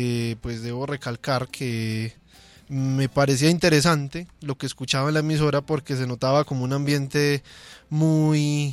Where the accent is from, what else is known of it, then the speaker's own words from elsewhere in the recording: Samaná, Caldas, Colombia; Soy de Samaná Caldas. Tengo 23 años.